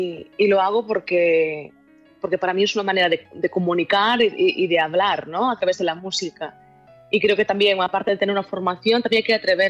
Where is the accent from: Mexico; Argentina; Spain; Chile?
Spain; Galicia